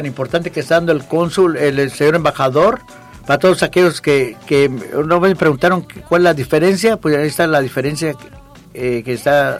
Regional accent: Mexico; la cultura mexicana, que somos bien alegres.

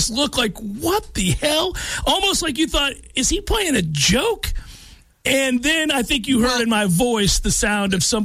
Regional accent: St. Petersburg, Florida, United States; My brother and I were at the end of our street where we grew up in St. Pete, was right on the water.

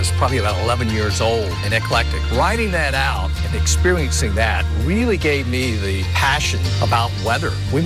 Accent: Alabama, United States; I grew up here. I lived here as a kid. I experienced the weather here.

